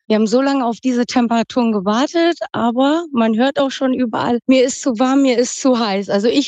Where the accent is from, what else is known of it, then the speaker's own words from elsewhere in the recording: Neuenkirchen, North Rhine-Westphalia, Germany; als Neunkirchnerin, ich bin am Offlummer See.